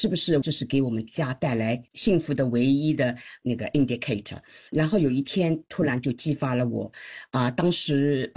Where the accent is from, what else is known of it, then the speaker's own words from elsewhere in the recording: Shanghai, China; moved away as an adult; also born or lived in Singapore; now in Australia; 我是在上海长大，然后在上海医科大学毕业。毕业以后呢，我在上海第一人民医院工作了三年，做神经内科医生。然后呢，我随父去新加坡读了医学硕士。然后1995年，我们全家移民啊，来澳大利亚。